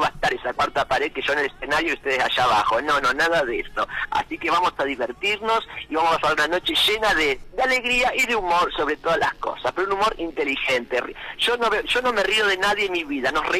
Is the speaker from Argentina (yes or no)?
yes; Argentina; somos todos argentinos, y en este mes del mundial más argentinos que nunca, somos todos argentinos.